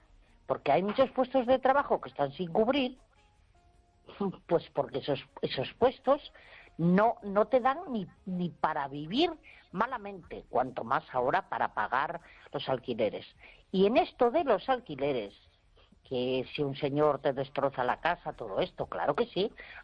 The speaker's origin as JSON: {"language": "Spanish", "region": "Galicia", "country": "Spain", "tie": "born or raised there", "said": "repartir las que teníamos para venir a Galicia, a mi pueblo, a desde donde ahora estoy hablando."}